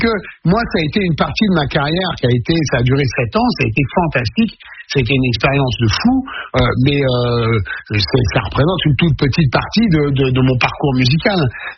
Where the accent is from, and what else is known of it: France